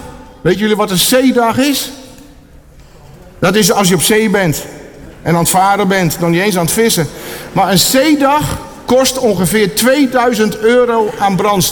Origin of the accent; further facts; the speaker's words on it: Urk, Flevoland, Netherlands; Ik kom van Urk. Ja, een typische achternaam op Urk.